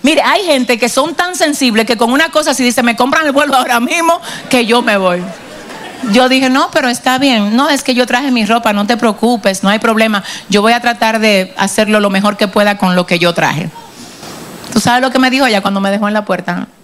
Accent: Sabana Perdida, Santo Domingo, Dominican Republic; yo vengo de Sabana Perdida a la ciudad

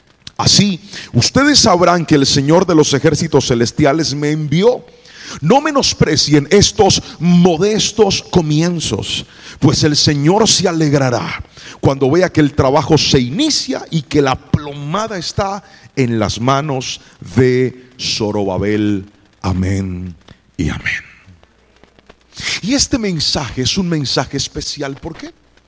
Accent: Colombia

